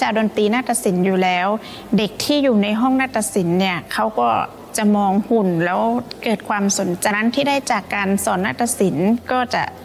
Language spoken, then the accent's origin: Thai; Tak, Thailand; ตัวเองคิดว่าเราเป็นคนตากอยู่แล้ว